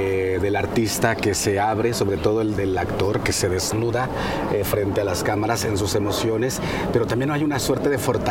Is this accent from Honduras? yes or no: no; Mexico; lo que somos como mexicanos